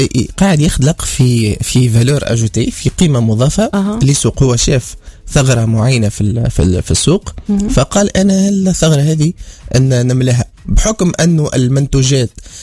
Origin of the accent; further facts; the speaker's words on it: Tunisia; اللي عندنا في تونس